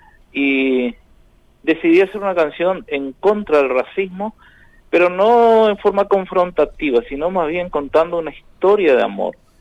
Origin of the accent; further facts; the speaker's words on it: Argentina; born there; Porque como argentino, que nací acá, amo a la Argentina, por supuesto.